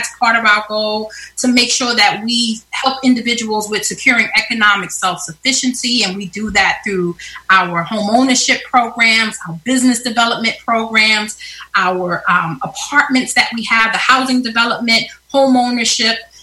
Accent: Brooklyn, New York, United States; now in Rochester, United States; So I grew up in Brooklyn. And then came upstate to go to college. And then Rochester has been my home for the last 16 years.

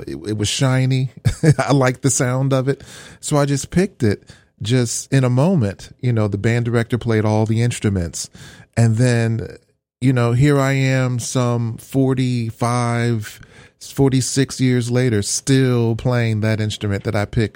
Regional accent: Cincinnati, Ohio, United States; I was raised in Cincinnati, Ohio

